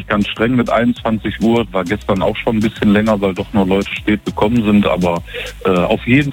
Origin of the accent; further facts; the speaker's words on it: Germany; wir in Zentraleuropa, gerade als Deutsche